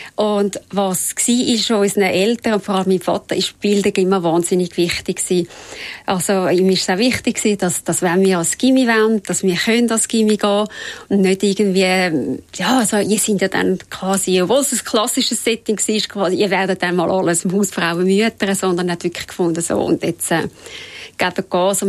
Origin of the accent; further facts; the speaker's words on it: Switzerland; ich bin in Rätischen aufgewachsen